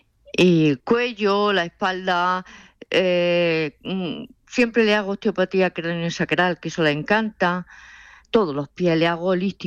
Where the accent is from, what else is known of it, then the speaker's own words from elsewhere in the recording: Jaén, Andalusia, Spain; moved away; Yo soy andaluza, soy de Jaén, pero ya llevo aquí muchos años. Ya hace años que estoy aquí.